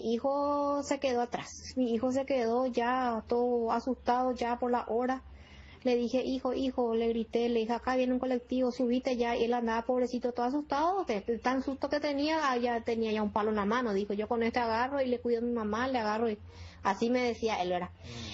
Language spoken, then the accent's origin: Spanish; San Vicente, Asunción, Paraguay; nosotros somos de San Vicente, el trayecto era muy largo, desde la terminal de ómnibus teníamos que llegar hasta el mercado 4.